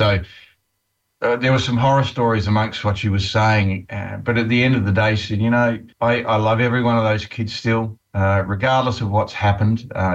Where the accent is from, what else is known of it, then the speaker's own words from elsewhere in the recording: Australia; we're from Australia